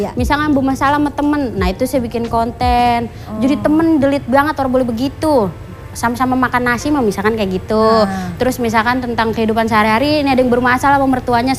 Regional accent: Bekasi, West Java, Indonesia; accent: Betawi ora (Bekasi); Kalau di saya itu Betawi ora, daerah Bekasi tuh makanya Betawi ora. Pakai a misalkan gua, kagak gitu.

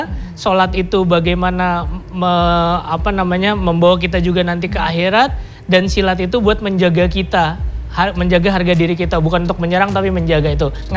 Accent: Jakarta, Indonesia; sebagai warga Betawi

